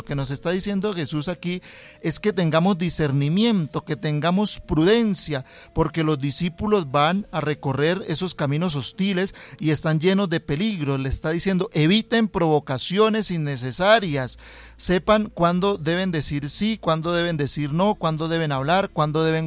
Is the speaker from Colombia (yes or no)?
yes; Santander, Colombia; la berraquera, como decimos en mi tierra santandereana, ¿cierto?